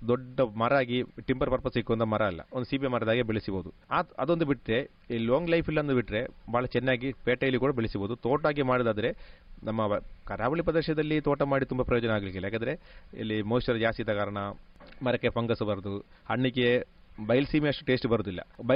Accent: Karnataka, India; also born or lived in Alake Majalu; ನಿನ್ನ ಕಲ್ಲಿನಲ್ಲಿ ಒಂದು ಊರಿನ ಹೆಸರು ನಿಲ್ಲುವ ಕಲ್ಲಂದ, ಅದು ಆ ಊರಿನ ಹೆಸರು ಅದೇ ಊರಲ್ಲಿ ನನ್ನ ಮನೆ ಇರದ ಕಾರಣ

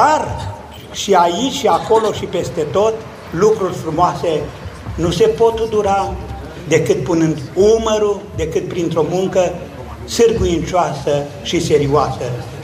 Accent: Maramureș County, Romania; moved away; din satul meu natal, din Oarta

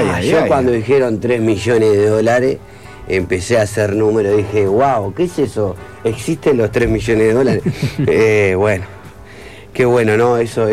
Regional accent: Uruguay

